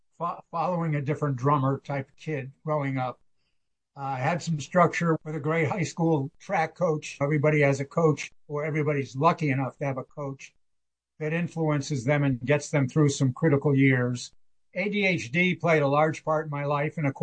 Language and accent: English; East Hartford, Connecticut, United States; I grew up in East Hartford. My dad worked at Pratt & Whitney, and like everybody in East Hartford did.